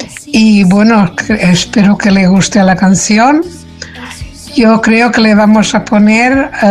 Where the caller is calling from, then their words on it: Oliva, Valencian Community, Spain; de Oliva.